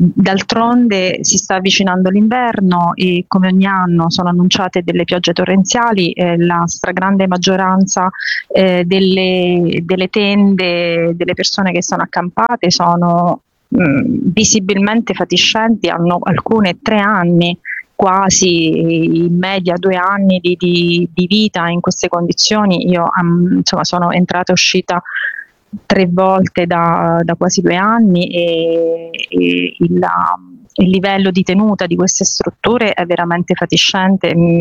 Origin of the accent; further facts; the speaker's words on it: Marche, Italy; Io sono marchigiana, sono in un territorio che è abbastanza piegato dal terremoto e si dichiarano inagibili delle case dalle nostre parti che apparentemente sono integre